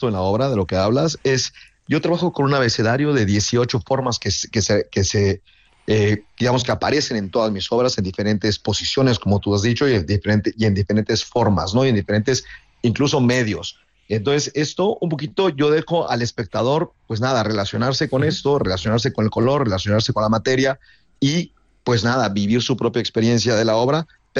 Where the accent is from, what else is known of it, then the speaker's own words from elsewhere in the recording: Mexico; also born or lived in Madrid, Spain / United States; Soy mexicano, pero he vivido en Madrid, he vivido en Estados Unidos, he vivido en diferentes lugares.